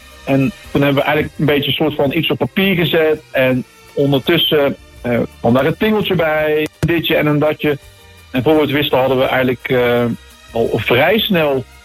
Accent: Breda, North Brabant, Netherlands; Ik kom uit Breda.

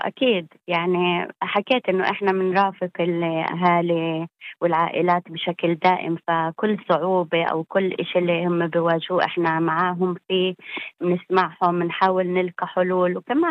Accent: Baqa al-Gharbiyye, Haifa District, Israel; أنا من باقة الغربية

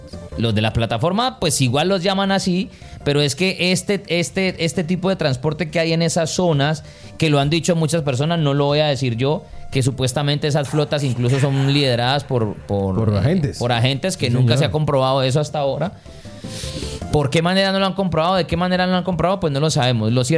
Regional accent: Cali, Valle del Cauca, Colombia; de donde yo nací, Siloé, Comuna 20

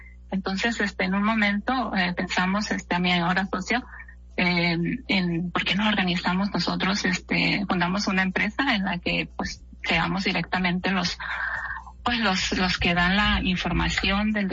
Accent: northern Mexico, Mexico; Soy mexicana, decía yo.

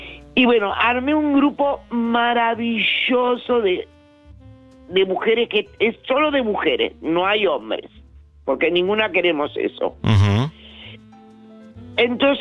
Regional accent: San Martín, Buenos Aires Province, Argentina; also born or lived in Mar del Plata

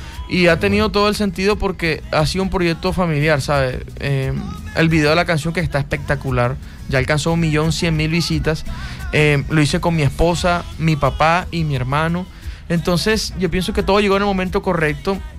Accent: Barranquilla, Atlántico, Colombia; also born or lived in Valledupar; Yo soy un híbrido. Entre un vallenato y un barranquillero. Y digo que yo soy vallequillero.

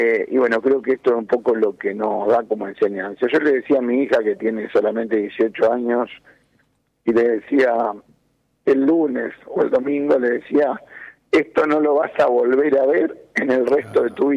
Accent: Argentina; que esto haya servido para unirnos como argentinos, creo que es algo muy importante.

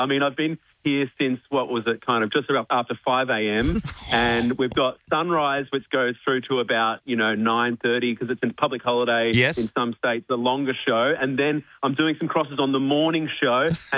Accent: Adelaide, South Australia, Australia; moved away; I'm from Adelaide and I've lived in WA.

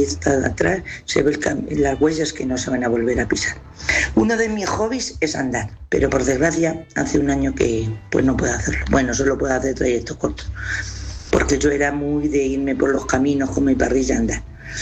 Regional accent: Castilla-La Mancha, Spain

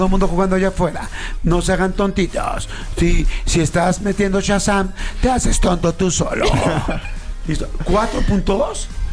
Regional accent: Mexico; Somos mexicanos.

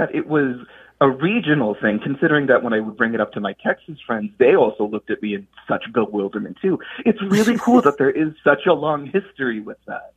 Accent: Canada; I'm originally from Canada.

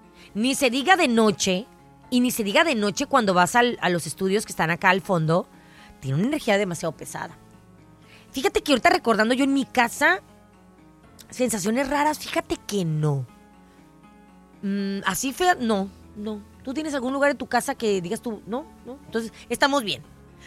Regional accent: Mexico; Uno como mamá mexicana

